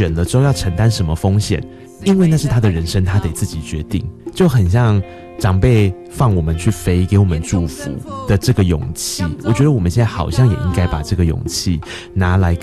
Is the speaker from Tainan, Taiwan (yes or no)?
yes; Tainan, Taiwan; 我是台南人啊